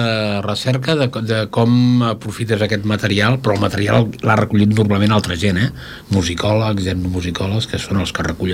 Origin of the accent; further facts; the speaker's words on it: Catalonia, Spain; perquè som catalans nosaltres.